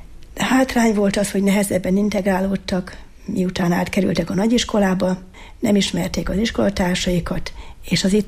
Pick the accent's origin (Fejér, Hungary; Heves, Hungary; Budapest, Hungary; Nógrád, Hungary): Heves, Hungary; Tenk; 1986. szeptember 1-én kezdtem meg a pedagógusi pályámat szülőfalumban